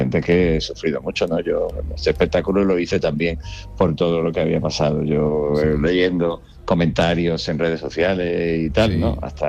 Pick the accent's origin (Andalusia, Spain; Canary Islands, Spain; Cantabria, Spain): Andalusia, Spain; muchas veces también me relajo y hablo más con mi acento natal y en fin, hay pequeñas confidencias que son normales, eso no se trae. Incluso cuando ya voy a Cádiz o San Fernando, pues todavía la es más todavía, ¿no?